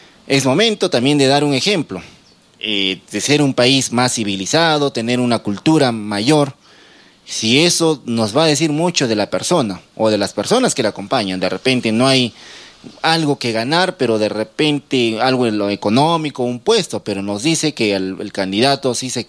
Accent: Arequipa, Peru; si bien nosotros somos de la Ciudad Blanca o radicamos acá en la Ciudad Blanca

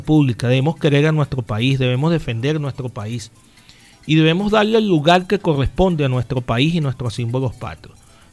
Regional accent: Venezuela; born there; nosotros somos venezolanos, llevamos sangre venezolana, nacimos aquí

